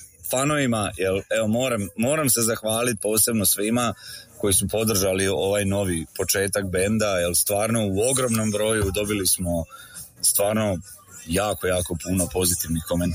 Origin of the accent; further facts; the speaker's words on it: Valpovo, Osijek-Baranja County, Croatia; ja sam tamo iz Valpova.